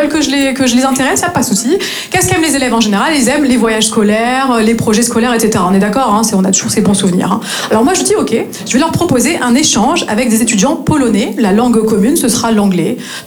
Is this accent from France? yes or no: yes; north-east, France; now in Marseille, France